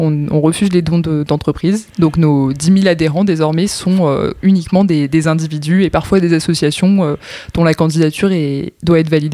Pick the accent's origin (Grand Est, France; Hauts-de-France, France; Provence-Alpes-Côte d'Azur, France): Provence-Alpes-Côte d'Azur, France